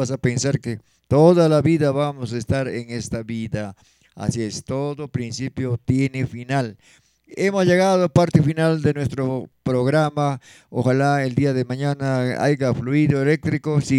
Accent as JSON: {"language": "Spanish", "area": "Huaraz province", "region": "Ancash", "country": "Peru"}